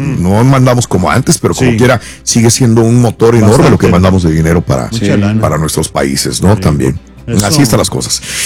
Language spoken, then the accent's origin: Spanish; Mexico; ¿Cuánto mandamos los mexicanos de remesas a México?